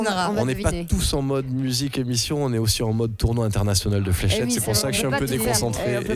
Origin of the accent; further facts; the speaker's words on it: Nîmes, Occitanie, France; Oula, nous, on est de Nîmes.